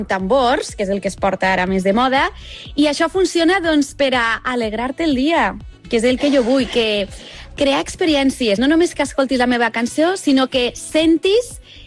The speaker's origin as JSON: {"language": "Catalan", "region": "Catalonia", "country": "Spain", "tie": "born there", "said": "tinc el cor català perquè he nascut aquí"}